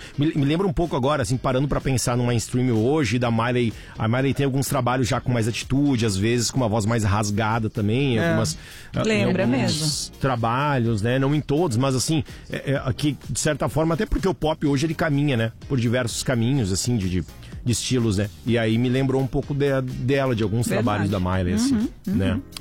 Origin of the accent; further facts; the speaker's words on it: Rio Grande do Sul, Brazil; Ah, eu sou gaúcho.